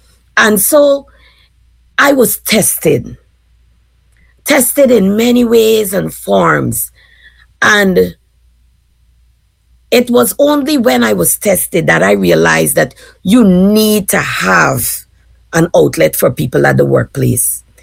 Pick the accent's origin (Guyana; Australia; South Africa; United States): Guyana; moved away as an adult; So I will start with the fact that I grew up in Guyana. I only migrated here approximately about 10 years.